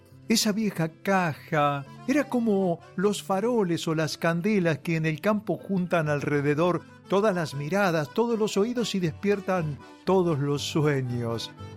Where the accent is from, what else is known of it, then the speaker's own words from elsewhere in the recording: Chivilcoy, Buenos Aires Province, Argentina; nací en Chivilcoy, en la provincia de Buenos Aires, donde la llanura se refleja en la Cruz del Sur y esa inmensidad de la pampa gringa se puede sentir en la voz del viento.